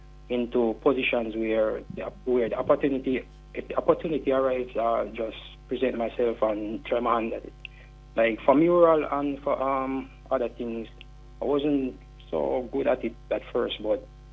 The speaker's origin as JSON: {"language": "English", "town": "Malvern", "region": "Saint Elizabeth", "country": "Jamaica", "said": "Yeah, I'm from Malvern."}